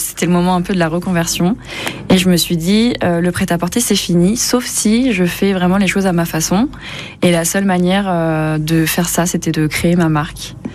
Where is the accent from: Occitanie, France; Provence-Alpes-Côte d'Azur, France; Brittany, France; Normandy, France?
Brittany, France; Saint-Malo; Je suis originaire de Bretagne. De Saint-Malo plus précisément.